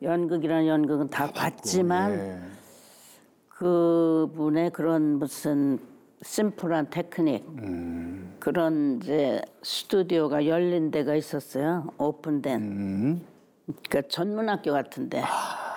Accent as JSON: {"language": "Korean", "country": "South Korea", "lives_now": "New York, United States", "said": "그 매일 있는데 이제 한국 사람으로는 처음."}